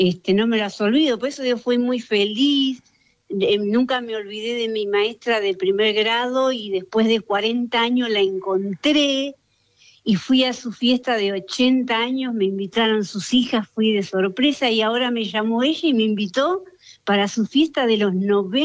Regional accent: Pilar, Buenos Aires Province, Argentina; also born or lived in Casilda, Santa Fe / Manzanares; No, yo soy nacida en Casilda, Santa Fe. Ah, mira vos. Y muy chiquita, a los 3 años vinimos para esta zona. Primero muchos años en Manzanares y después en Pilar

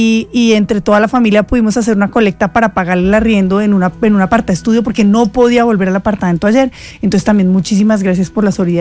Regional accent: Manizales, Caldas, Colombia; la gente recuerda mucho que yo soy de Manizales y porque yo todo el tiempo hablo que soy de Manizales, que soy del Eje Cafetero.

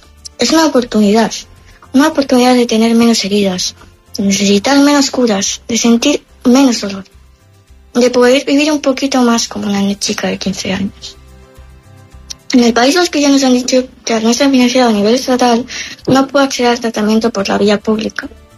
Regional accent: Eibar, Basque Country, Spain; soy del País Vasco, tengo 15 años

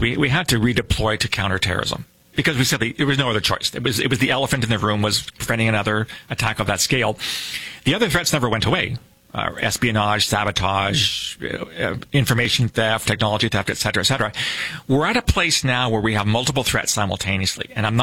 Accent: Canada; But pound for pound, or being Canadian, kilo for kilo

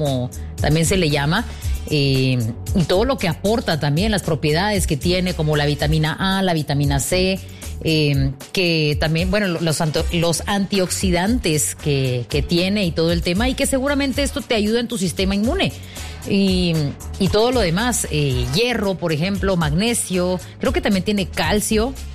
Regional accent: Guatemala; como buen chapín, aunque haya calor, tomamos caldito de macuy

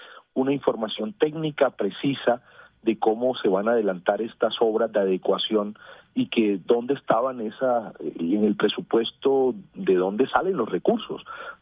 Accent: Barranquilla, Atlántico, Colombia; Mire, yo soy barranquillero y a mí me gustaría que mi ciudad realmente esté a otro nivel

